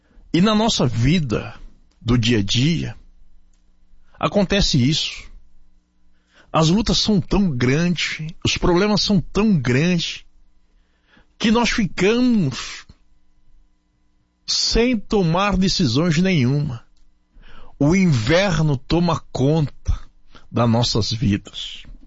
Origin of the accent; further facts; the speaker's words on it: Carazinho, Rio Grande do Sul, Brazil; now in São Paulo, Brazil; Sou gaúcho, da cidade de Carazinho, Rio Grande do Sul